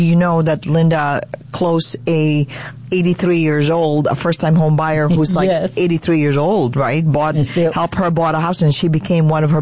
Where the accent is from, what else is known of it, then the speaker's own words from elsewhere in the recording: Philippines; I'm Filipino, right?